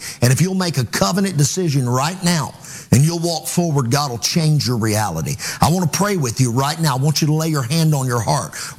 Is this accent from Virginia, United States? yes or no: no; Providence, Kentucky, United States; I would be driving from my hometown in Providence, Kentucky, to take classes in Madisonville, Kentucky.